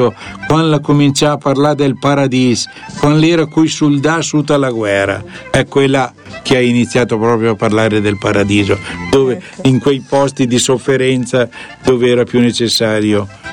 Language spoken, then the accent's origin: Italian; Cassina Ferrara, Lombardy, Italy; sapete che sono della Cassina